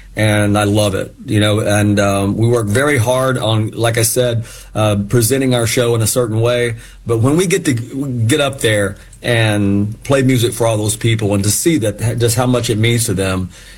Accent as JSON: {"language": "English", "town": "Knoxville", "region": "Tennessee", "country": "United States", "tie": "born or raised there"}